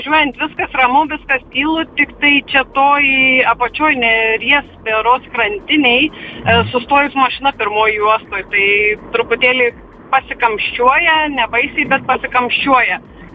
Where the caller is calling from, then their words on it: Kaunas, Kaunas County, Lithuania; mes kauniečiai neturime elektros